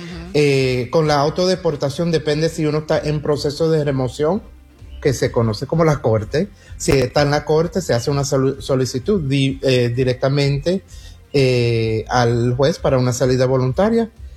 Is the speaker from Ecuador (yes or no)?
no; United States; born there; Yo soy nacido aquí en los Estados Unidos y no tengo problema en decir, y espero que lo pueda decir, a mí me da vergüenza ser de este país.